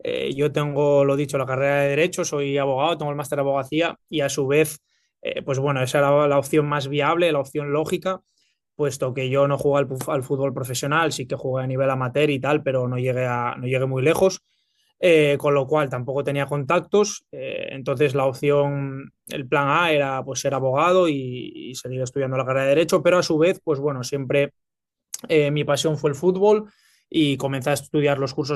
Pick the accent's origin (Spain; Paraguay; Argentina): Spain; De hecho, a mí, en nuestro departamento, en el departamento de análisis, somos todos españoles, porque a mí me trae un español